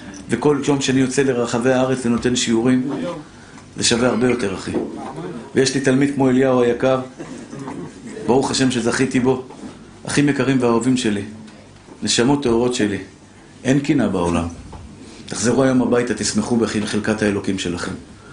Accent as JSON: {"language": "Hebrew", "town": "Tel Aviv", "region": "Tel Aviv District", "country": "Israel", "tie": "born there", "said": "שנולדתי בשכונת התקווה"}